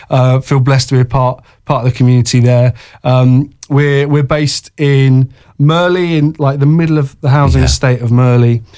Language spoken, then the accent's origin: English; London, United Kingdom; moved away as an adult; also born or lived in Manchester; I grew up in North London, grew up in a very musical family